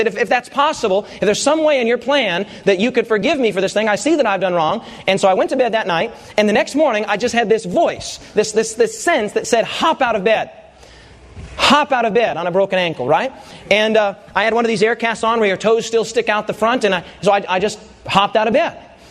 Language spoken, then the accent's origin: English; Rapid City, South Dakota, United States; I was from Rapid City, South Dakota.